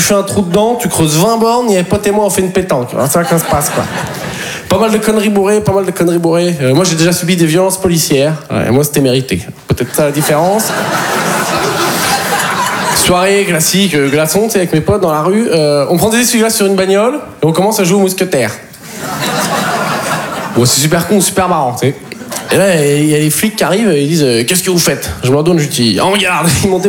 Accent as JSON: {"language": "French", "town": "Poitiers", "region": "Nouvelle-Aquitaine", "country": "France", "said": "Savoir que moi, en plus, je viens de Poitiers."}